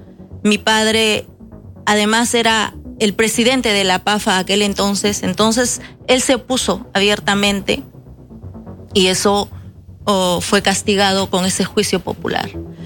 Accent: Peru; Yo tenía 7 años cuando sucedió esta desgracia en mi pueblo. Soraas es un pueblo muy pequeño, bastante aislado de la capital, y ya en la frontera de Apurímac y Ayacucho.

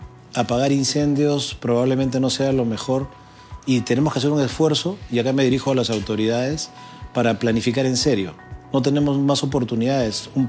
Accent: Peru; y creo que los peruanos nos debemos eso

